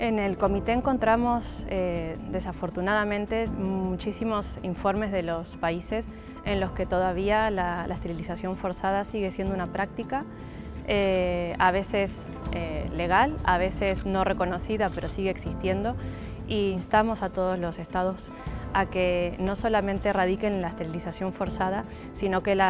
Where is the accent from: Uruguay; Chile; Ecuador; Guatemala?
Uruguay; also born or lived in Argentina; now in Spain; Por nacimiento soy argentina, por crianza y por familia soy uruguaya, y actualmente estoy viviendo en España.